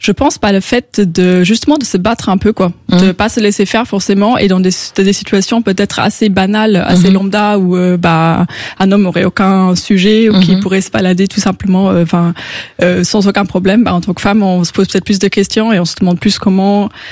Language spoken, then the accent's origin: French; Luxembourg; moved away as an adult; now in Paris, France; moi, je viens du Luxembourg, évidemment. Donc, du coup, de venir à Paris et du coup, de s'installer tout nouveau